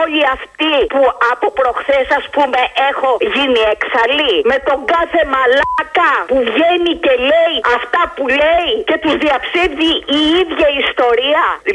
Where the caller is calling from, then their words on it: Glyfada, Attica, Greece; και είμαι από Γλυφάδα.